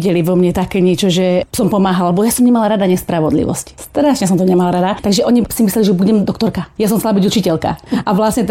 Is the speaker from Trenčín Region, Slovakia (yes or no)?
yes; Prievidza, Trenčín Region, Slovakia; Bolo to trošku ďalej ako pod Bojnickým zámkom